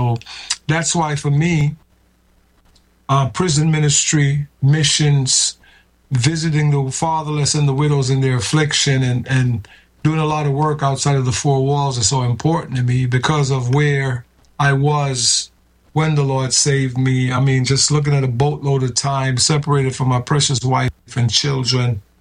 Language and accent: English; New York City, New York, United States; also born or lived in Kingston, Jamaica; Grew up in New York City.